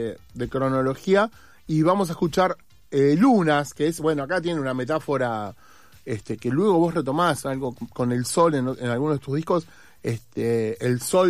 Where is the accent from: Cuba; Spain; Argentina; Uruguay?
Uruguay; moved away; soy de la República Oriental del Uruguay